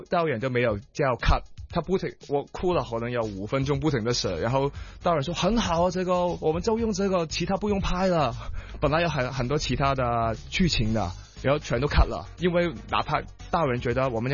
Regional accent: Hong Kong; born there; moved away; also born or lived in United Kingdom; 对，我以前小时候在我去英国读书之前，我在香港是打南华的。

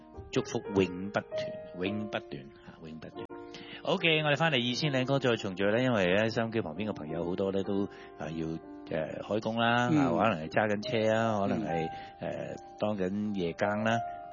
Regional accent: Hong Kong; 我哋香港人

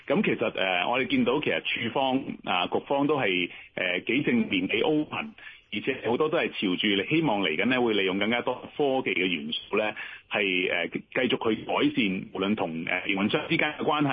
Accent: Hong Kong; 我哋香港人

